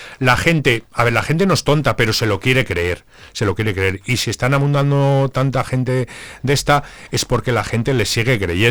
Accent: Zamora, Castile and León, Spain; yo soy de Zamora.

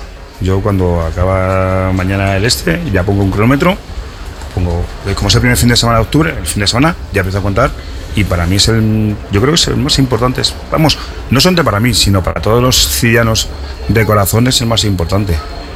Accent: Madrid, Community of Madrid, Spain; siendo un madrileño

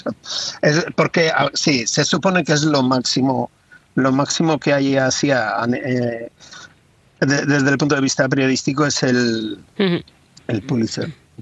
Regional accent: Valladolid, Castile and León, Spain; moved away as an adult; also born or lived in Balearic Islands; now in Guardo, Spain; yo creo que soy el típico de Valladolid.

